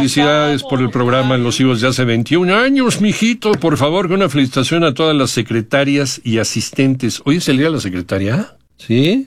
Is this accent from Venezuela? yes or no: no; León, Guanajuato, Mexico